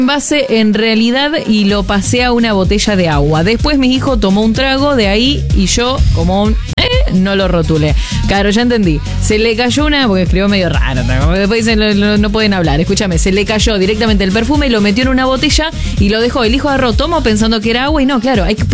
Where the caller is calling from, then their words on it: Santo Tomé, Argentina; de Santo Tomé.